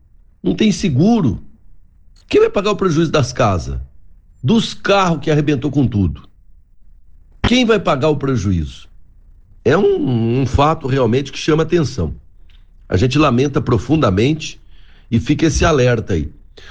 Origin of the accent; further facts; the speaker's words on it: Brazil; Eu torço pro Brasil, eu sou brasileiro.